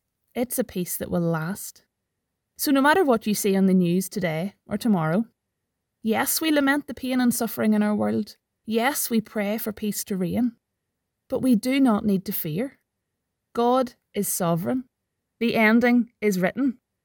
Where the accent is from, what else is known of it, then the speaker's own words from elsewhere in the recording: Northern Ireland, United Kingdom; Growing up in Northern Ireland, I've always been incredibly aware of that.